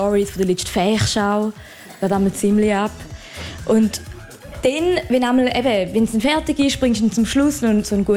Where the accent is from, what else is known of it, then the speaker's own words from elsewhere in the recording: Appenzell Ausserrhoden, Switzerland; Genau, ich komme ja aus dem Appenzell Ausserrhoden.